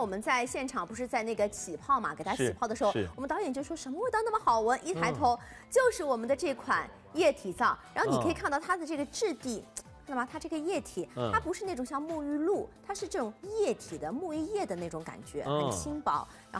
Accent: Shanghai, China; 我相信我们上海人，包括我们的父母这边，太熟悉了。

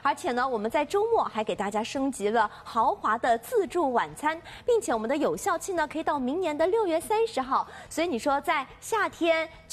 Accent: Shanghai, China; 阿拉上海人啊都有宁波情节，比如说我的外婆她就是宁波人

